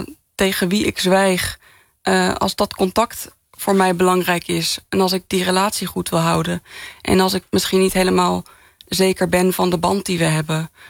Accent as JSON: {"language": "Dutch", "town": "Arnhem", "region": "Gelderland", "country": "Netherlands", "said": "Ik kom zelf uit Arnhem. Ik heb wel familie ook in Twente, maar..."}